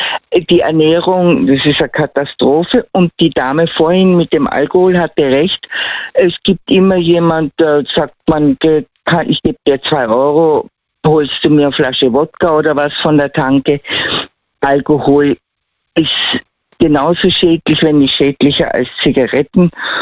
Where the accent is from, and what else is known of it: Tyrol, Austria; accent: Tyrolean